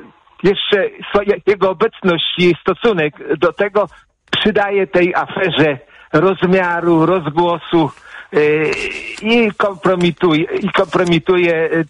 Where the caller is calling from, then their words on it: Płock, Masovian Voivodeship, Poland; Ja jestem z Płocka